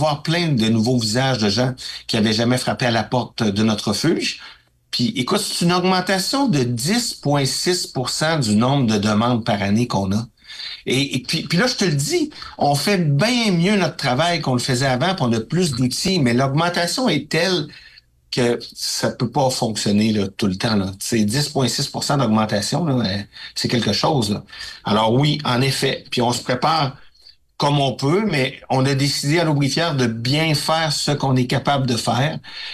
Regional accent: Baie-Saint-Paul, Quebec, Canada; now in Quebec City, Canada; moi, je suis originaire de Baie-Saint-Paul.

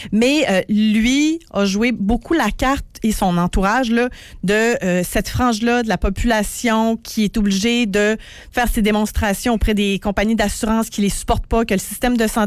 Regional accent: Saguenay, Quebec, Canada; On vient du Saguenay, là.

